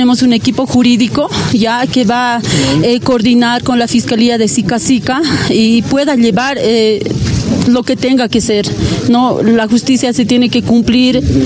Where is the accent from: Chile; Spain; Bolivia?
Bolivia; Calamarca, La Paz; de Calamarca. Hoy nos sentimos muy indignados porque ha fallecido uno de nuestros hermanos aquí de mi pueblo.